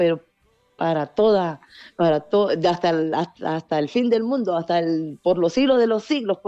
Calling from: Honduras; Todos los hondureños tenemos que echarle ganas.

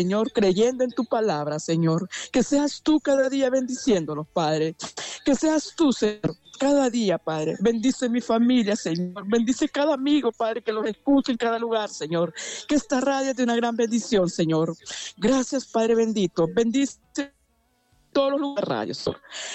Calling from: El Paraíso, Honduras; Del Paraíso.

